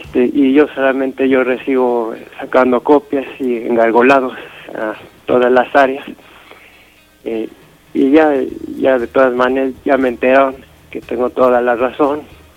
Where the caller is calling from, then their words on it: Mexico City, Mexico; De la Ciudad de México, en Benito Juárez.